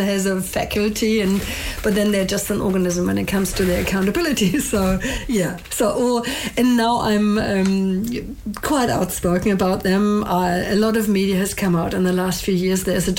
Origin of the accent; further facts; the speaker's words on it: Germany; moved away as an adult; now in New Zealand; I'm from Germany originally. We're quite direct people, yeah. And then I've been, you know, living in New Zealand for the last 23 years.